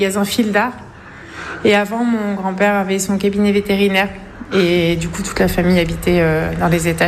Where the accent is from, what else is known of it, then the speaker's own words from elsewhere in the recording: France; also born or lived in Paris / Clermont-Ferrand; moi, j'ai grandi à Arde.